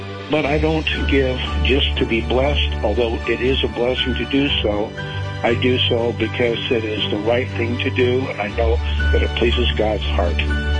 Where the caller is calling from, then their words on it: Ridgeville, Indiana, United States; I'm calling from Ridgeville, Indiana.